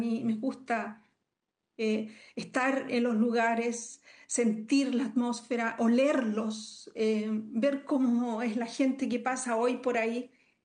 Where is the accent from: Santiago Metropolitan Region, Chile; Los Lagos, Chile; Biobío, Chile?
Biobío, Chile; Concepción; yo también soy de provincia, yo soy de Concepción.